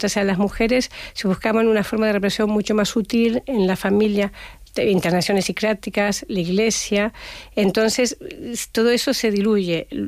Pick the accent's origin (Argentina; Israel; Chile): Argentina; yo he vivido, yo soy argentina, en Argentina de los años 80 o 70